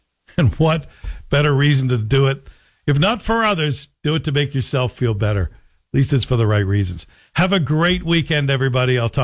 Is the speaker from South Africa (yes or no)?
no; Canada; And it's not inexpensive as a Canadian to cross the border even just a short ways and spend your money in American dollars.